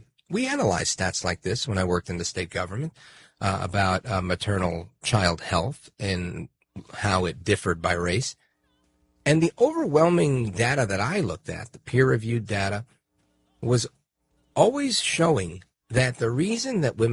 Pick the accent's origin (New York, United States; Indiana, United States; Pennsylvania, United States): New York, United States; Brooklyn; born there; My parents are from Puerto Rico. I was born in Brooklyn